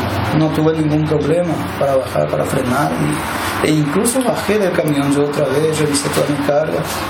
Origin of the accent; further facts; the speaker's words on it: Paraguay; born there; also born or lived in San Pedro, Paraguay; Soy paraguayo, nací en el norte del país, en San Pedro, crié aquí.